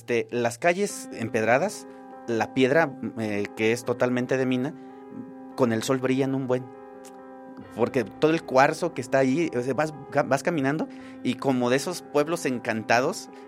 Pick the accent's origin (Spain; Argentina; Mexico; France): Mexico; nosotros como mexicanos, indiscutiblemente, somos hijos de la luna